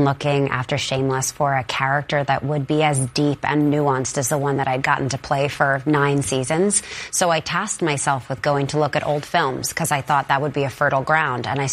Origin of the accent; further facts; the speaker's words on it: New York, United States; Yes, and born and bred in New York.